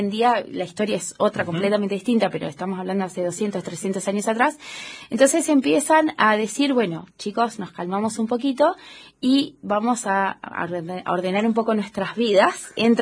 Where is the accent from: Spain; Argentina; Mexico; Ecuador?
Argentina; Como los argentinos tomamos mucho